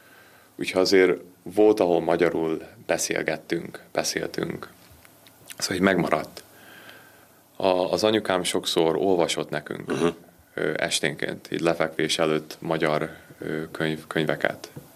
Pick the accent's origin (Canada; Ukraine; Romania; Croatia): Canada; Paris, Ontario; moved away as an adult; now in Hungary; az a tartomány volt, és ott többnyire angolul beszélnek. Úgyhogy mi ott laktunk, Torontótól egy óra, ahol felnőttem, egy kisebb falu. A kisebb falu az 15 ezer ember.